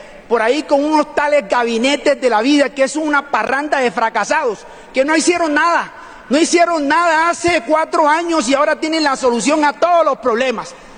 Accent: Barranquilla, Atlántico, Colombia; yo soy barranquillero atlanticense

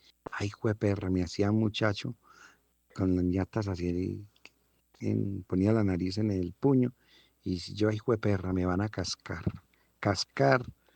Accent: Antioquia, Colombia; somos paisas

